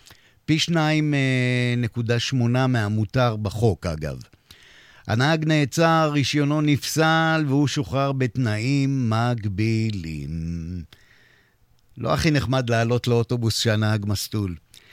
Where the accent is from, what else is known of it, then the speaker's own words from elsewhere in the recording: Bat Yam, Tel Aviv District, Israel; אני מכיר את הרחוב הזה טוב מאוד, גדלתי שם כחלק מהחברים שלי שם.